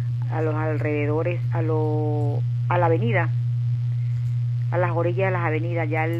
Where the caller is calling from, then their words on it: Guasdualito, Apure, Venezuela; Por acá llamándola de la Francisco de Miranda